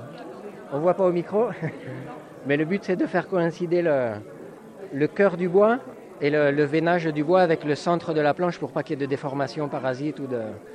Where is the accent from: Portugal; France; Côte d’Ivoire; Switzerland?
France; Bourisp, Occitanie; j'ai 46 ans et je suis originaire de Bourrispe dans la Vallée d'Or à côté de Saint-Lary.